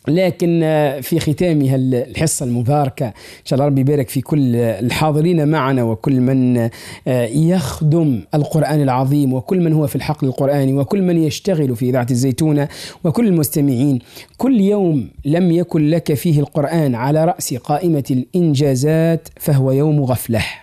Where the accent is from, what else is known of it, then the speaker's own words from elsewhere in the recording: Tunisia; ربي يحفظ بلادنا تونس